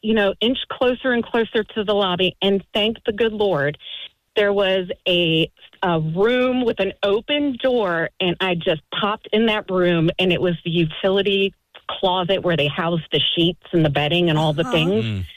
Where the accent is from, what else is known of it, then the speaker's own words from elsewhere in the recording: Ohio, United States; now in Greensboro, United States; I'm from Greensboro, or live in Greensboro, but grew up in northern Ohio.